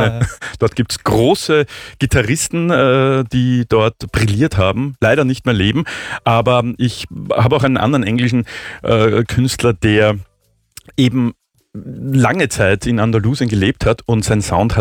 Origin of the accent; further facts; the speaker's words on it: Vienna, Austria; Als Wiener natürlich immer eine Weltreise.